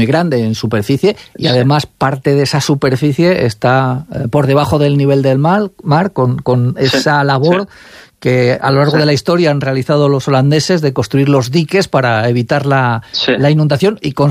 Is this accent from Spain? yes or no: yes; Ávila, Castile and León, Spain; que como abulenses, como españoles, nos pueda llamar la atención